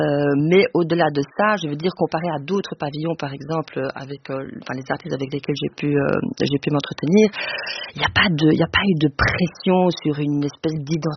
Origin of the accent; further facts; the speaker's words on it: Luxembourg; moved away as an adult; also born or lived in Brussels, Belgium; Je suis née à Bruxelles, d'une mère espagnole, d'un père belge. Ensuite, j'ai grandi au Grand Duché de Luxembourg et j'y ai vécu jusqu'à mes 18 ans.